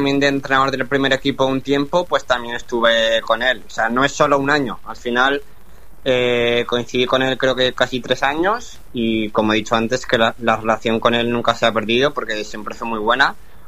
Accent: Zaragoza, Aragon, Spain; desde pequeñito jugué en Zaragoza y bueno, sí, nací aquí en Zaragoza, capital.

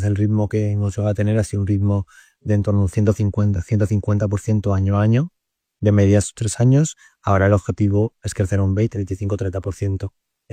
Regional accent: Castellón de la Plana, Valencian Community, Spain; also born or lived in Bologna; yo quería solucionar un problema en Castellón, mi ciudad natal

